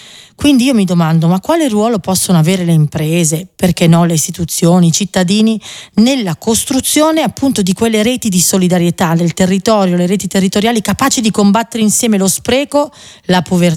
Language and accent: Italian; Milan, Lombardy, Italy; Io sono di Milano